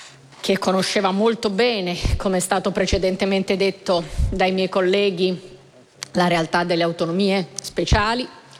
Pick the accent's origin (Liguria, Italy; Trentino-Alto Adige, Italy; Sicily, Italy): Trentino-Alto Adige, Italy; la mia terra, il Trentino Alto Adige